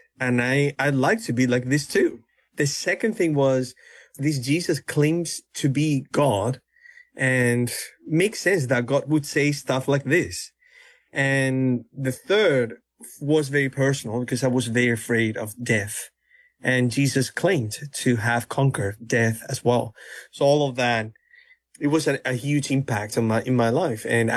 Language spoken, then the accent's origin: English; Spain; I was born in Spain and very nominal Catholic culture. I went to a Catholic school for many years